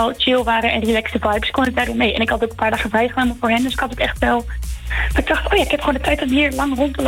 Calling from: 's-Hertogenbosch, North Brabant, Netherlands

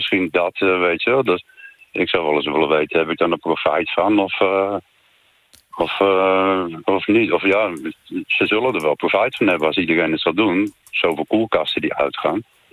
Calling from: Utrecht, Netherlands; ik kom uit Utrecht.

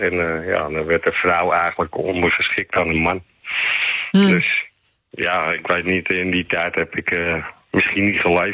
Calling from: Amsterdam, North Holland, Netherlands; we zijn Amsterdammers.

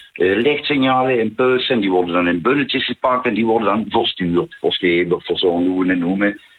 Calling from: Limburg, Netherlands; accent: Limburgish; Sorry van Nederland, Zuid-Limburg.

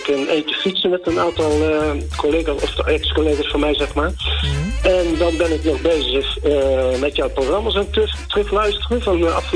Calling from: Etten-Leur, North Brabant, Netherlands; Uit Etten-Leur bel ik vandaan.

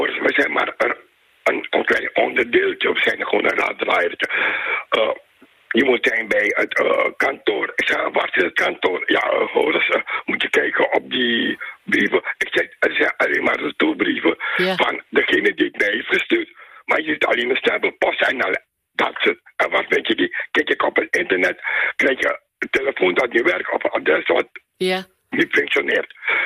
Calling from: The Hague, South Holland, Netherlands; Ik woon, ja mevrouw, in een mooie stad, Den Haag.

